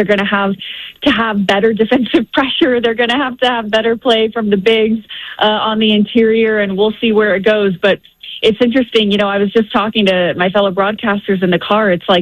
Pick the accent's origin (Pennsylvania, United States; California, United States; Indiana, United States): Indiana, United States; Look, I'm from Indiana. I actually grew up a Pacers fan